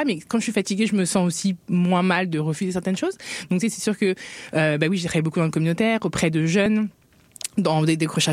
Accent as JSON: {"language": "French", "country": "France", "tie": "born or raised there", "lives_now": "Canada", "said": "je pense que vous pouvez l'entendre, je viens d'un autre pays. J'ai grandi en France"}